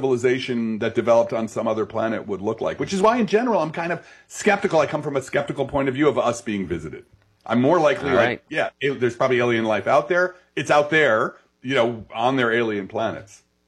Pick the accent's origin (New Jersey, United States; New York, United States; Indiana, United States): New Jersey, United States; Belleville; First of all, go Jersey. I'm from Jersey. I'm from, like, the Newark area. I'm up from Belleville.